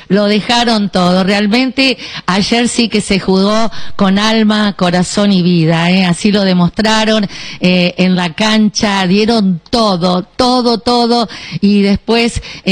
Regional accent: Argentina; estamos eternamente agradecidos como argentinos

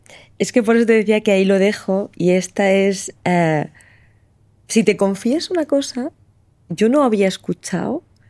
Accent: Lorca, Region of Murcia, Spain; also born or lived in Águilas; yo nací en Águilas y criada en Lorca.

